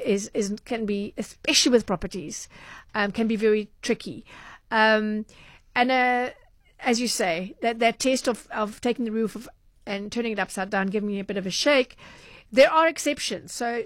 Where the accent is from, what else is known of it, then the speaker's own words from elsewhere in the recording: Durban, KwaZulu-Natal, South Africa; moved away; also born or lived in Germany; in Durban, KZN, where I'm originally from